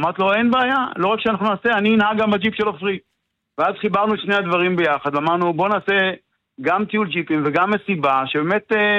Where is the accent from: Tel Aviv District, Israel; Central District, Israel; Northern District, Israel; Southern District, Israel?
Northern District, Israel; HaYogev; אני במקור בן מושב היוגב, כשחזרנו למושב, היינו חברי קיבוץ מידו במשך 15 שנה, כשחזרנו למושב לפני 3 שנים